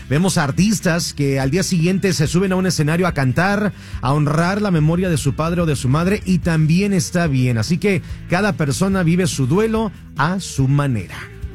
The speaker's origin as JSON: {"language": "Spanish", "region": "Zacatecas", "country": "Mexico", "moved": "yes", "lives_now": "Las Vegas, United States", "said": "Nos vamos hasta mi tierra, Zacatecas"}